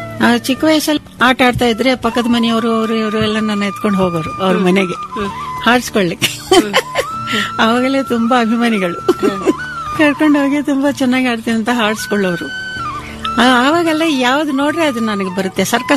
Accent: Sircilla, Telangana, India; also born or lived in Pallapatla, Andhra Pradesh; ನಾನು ಆಕ್ಚುಲ್ ಆಗಿ ಹುಟ್ಟಿದ್ದು ಪಲ್ಲಪಟ್ಲ ಅಂತ ಒಂದು ಚಿಕ್ಕೂರು ಗ್ರಾಮ.

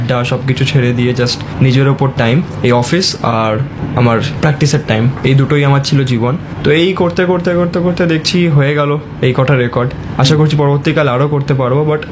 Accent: India; আমি first Indian যে বিশ্বের সর্বোচ্চ আগ্নেয়গিরি ওহোজ দেল সালাদো মাথায় আমি ভারতের জাতীয় সঙ্গীত দিয়েছিলাম

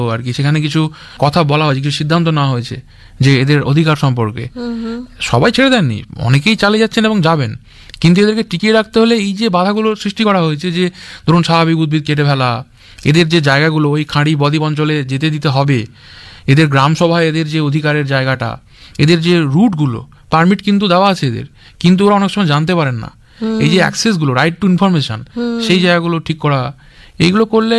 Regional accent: Sundarbans, West Bengal, India; যার বাড়ি ধরুন পুরুলিয়ায়, আমার বাড়ি সুন্দরবন, তো আমাদের কথা জানতে হবে, আমার এলাকায় যারা পশুপালক আছেন তারা যে গুরুত্বপূর্ণ সেটা তো জানতে হবে

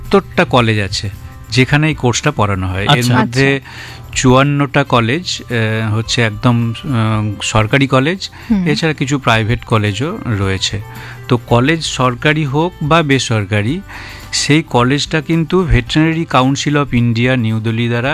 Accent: West Bengal, India; আমি আমাদের পশ্চিমবঙ্গের কথা বলি, আমাদের পশ্চিমবঙ্গ আমাদের রাজ্যে

